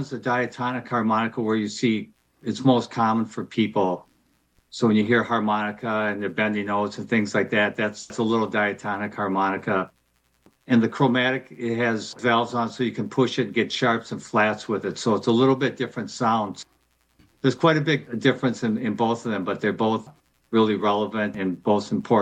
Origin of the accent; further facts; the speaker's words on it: Saint Paul, Minnesota, United States; But I grew up in St. Paul and I've been here all my life